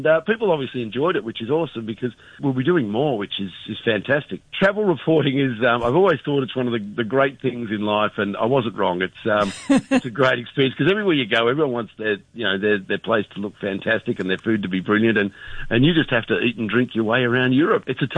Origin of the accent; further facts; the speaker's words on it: Geelong, Victoria, Australia; I mean, I'm a kid from Geelong originally, so this was quite an unusual trip.